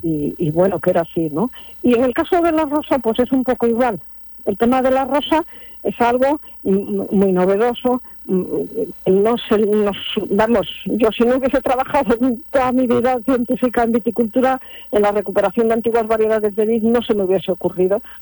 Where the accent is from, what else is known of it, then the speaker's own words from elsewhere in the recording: Cangas del Narcea, Asturias, Spain; moved away; cuando yo era pequeña en la aldea donde nací, en Carballo, en el concejo de Cangas del Narcea.